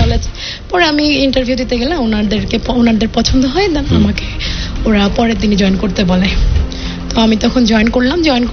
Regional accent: Jessore, Khulna Division, Bangladesh; আমি আসলে যশোরের মেয়ে।

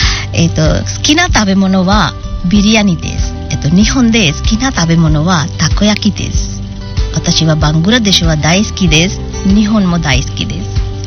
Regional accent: Bangladesh; moved away as an adult; now in Japan; আমি একজন বাংলাদেশি এবং জাপানিজ স্কুলে ইংলিশ পড়াই।

